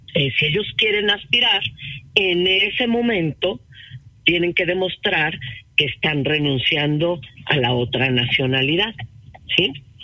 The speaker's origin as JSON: {"language": "Spanish", "region": "Querétaro", "country": "Mexico", "said": "gobernar Querétaro, de donde yo soy"}